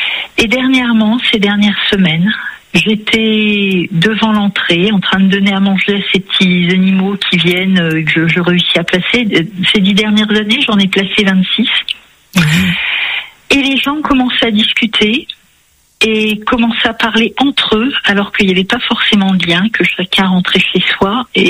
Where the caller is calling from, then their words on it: Compiègne, Hauts-de-France, France; J'habite Compiègne.